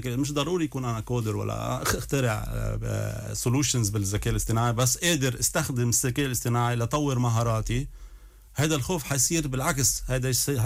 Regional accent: Lebanon; نحن كلبنانيه

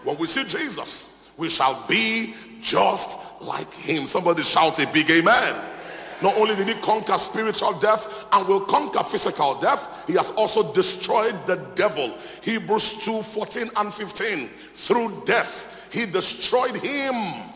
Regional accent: Nigeria; My wife is an American. I am Nigerian.

